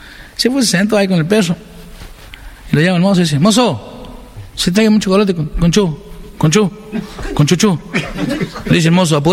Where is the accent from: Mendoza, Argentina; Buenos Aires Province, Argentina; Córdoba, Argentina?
Córdoba, Argentina; San Francisco; Yo soy de San Francisco, ¿no? No California, acá. Cuando era Santa Fe. Hincha de Sportivo, era en San Francisco.